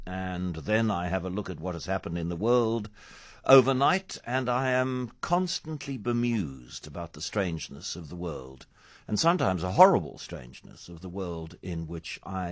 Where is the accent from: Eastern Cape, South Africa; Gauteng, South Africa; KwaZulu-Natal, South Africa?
Eastern Cape, South Africa; growing up in the Eastern Cape